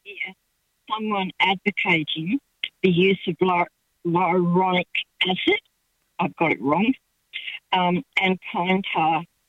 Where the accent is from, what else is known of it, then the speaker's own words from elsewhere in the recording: England, United Kingdom; Yes. We came from England.